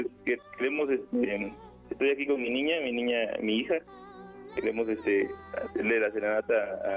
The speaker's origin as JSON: {"language": "Spanish", "town": "Tehuacán", "region": "Puebla", "country": "Mexico", "tie": "born or raised there", "moved": "yes", "lives_now": "Tula, Mexico", "said": "nosotros somos originarios de Tehuacán, Puebla, nos venimos a vivir aquí a Tula por trabajo."}